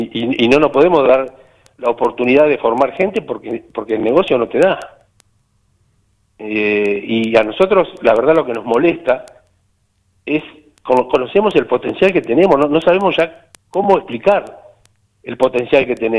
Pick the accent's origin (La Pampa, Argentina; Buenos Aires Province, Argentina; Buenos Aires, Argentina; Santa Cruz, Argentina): Santa Cruz, Argentina; Puerto Deseado; los tres somos nacidos en Puerto Deseado.